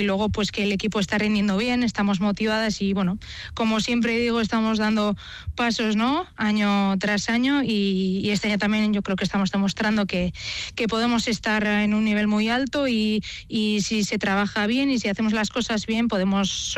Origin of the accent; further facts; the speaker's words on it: Zarautz, Basque Country, Spain; este año además el viernes la primera etapa sale de mi pueblo y acaba en mi pueblo, en Zarautz.